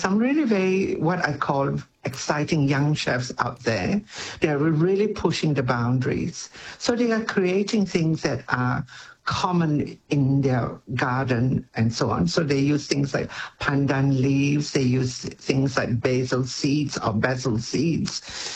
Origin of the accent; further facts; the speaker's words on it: Malaysia; those are things that I can remember when I was eating growing up in Malaysia.